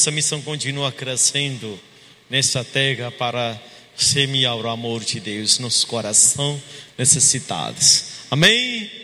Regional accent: India; moved away as an adult; now in Campo Grande, Brazil; Eu sou indiano, missionários.

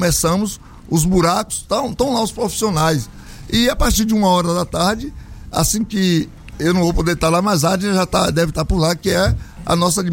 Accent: Piauí, Brazil; born there; porque realmente eu nasci em Piauí.

